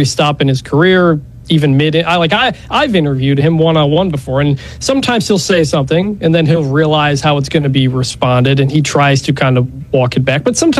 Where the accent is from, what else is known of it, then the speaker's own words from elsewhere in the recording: Michigan, United States; Yeah, I mean, I'm not from Mississippi. I'm from Michigan. I'm not from the South.